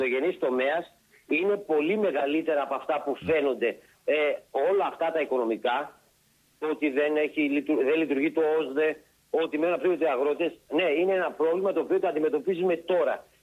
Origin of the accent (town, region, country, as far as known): Antigonos, Western Macedonia, Greece